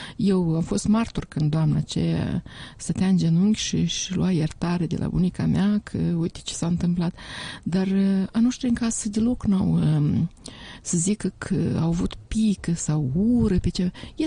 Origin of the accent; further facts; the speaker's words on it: Chirileni, Ungheni District, Moldova; la noi la satul meu, Chirileni Ungheni, de unde sunt eu, se zice scoarță